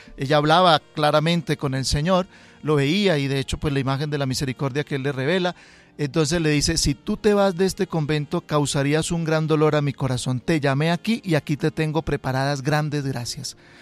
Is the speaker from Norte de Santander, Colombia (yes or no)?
yes; Cúcuta, Norte de Santander, Colombia; now in Bogotá, Colombia; Cúcuta, mi tierra natal